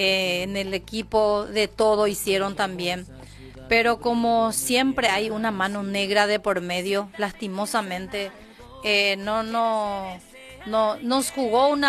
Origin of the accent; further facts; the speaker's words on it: Paraguay; Y nosotros somos sumisos los paraguayos.